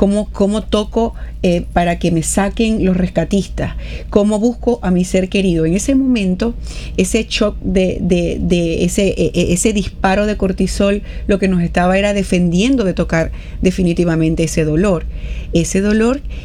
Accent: Venezuela; Yo, de verdad, particularmente como venezolana

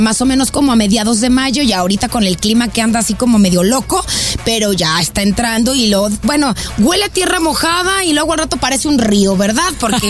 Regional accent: Guadalajara, Jalisco, Mexico; moved away; las dos somos tapatías. Somos importadas desde Guadalajara, Jalisco, México.

